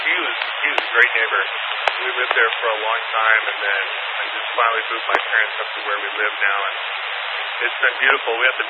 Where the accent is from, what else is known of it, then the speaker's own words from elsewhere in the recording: United States; moved away as an adult; now in Clarkston, Utah, United States; I'm visiting from out of town, but I'm originally from Fulbrick.